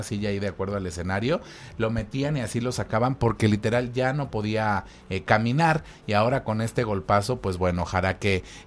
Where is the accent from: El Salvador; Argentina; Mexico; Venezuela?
Mexico; De por sí dicen que así somos los mexicanos, ¿no?